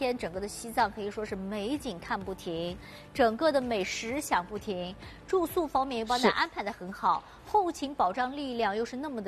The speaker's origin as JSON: {"language": "Chinese", "country": "China", "said": "作为一个中国人那种骄傲感"}